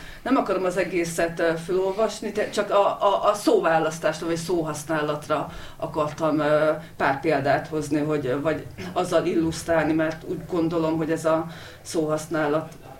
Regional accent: Hajdú-Bihar, Hungary; Ugye, én a hajdúságban nőttem föl, mi is levonónak hívtuk, amit már fejlettebb részeken matricának

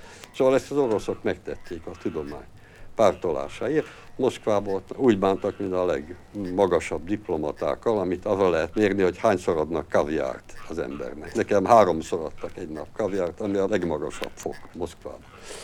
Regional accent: Hungary; now in United States; épp úgy magyar ember vagyok, mint valaha is voltam. És épp úgy a hazám Magyarország, mint valaha is gyerekkoromban volt.

